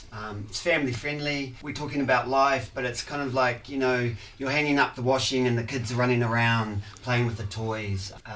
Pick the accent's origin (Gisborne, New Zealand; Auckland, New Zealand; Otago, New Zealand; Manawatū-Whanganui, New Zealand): Auckland, New Zealand; I'm from Auckland and Aotearoa.